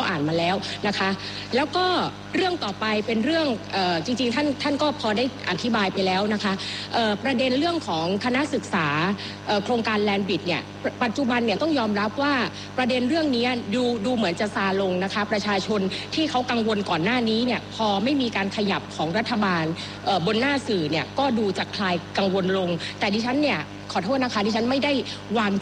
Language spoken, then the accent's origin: Thai; Southern Thailand, Thailand; ถามในฐานะคนใต้ท่านรัฐมนตรีวันนี้เราคุยกันก็คนใต้สองคน